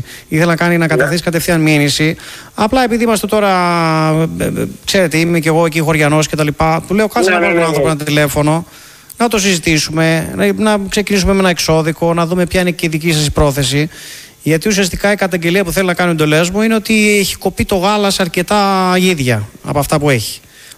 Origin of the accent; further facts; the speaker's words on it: Manolada, Western Greece, Greece; now in Athens, Greece; κατάγομαι από Μανολάδα, έχουμε δικηγορικό γραφείο εδώ στην Αθήνα.